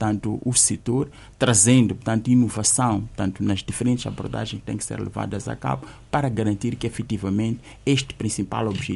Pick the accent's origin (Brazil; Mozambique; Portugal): Mozambique; nós somos moçambicanos, há uma série de aspectos culturais que têm de ser observados.